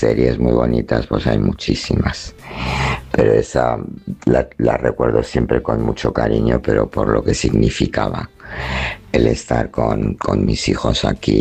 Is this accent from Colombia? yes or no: no; Alcalá de Henares, Community of Madrid, Spain; de Alcalá de Henares.